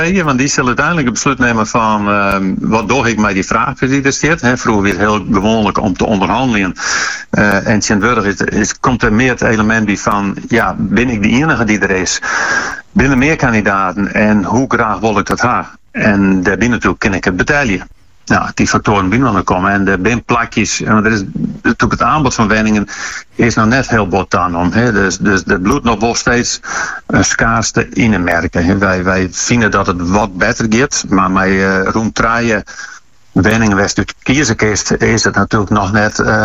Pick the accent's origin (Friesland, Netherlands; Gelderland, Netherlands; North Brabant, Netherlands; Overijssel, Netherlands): Friesland, Netherlands; Nee, we zijn Fries natuurlijk al een beetje hoos.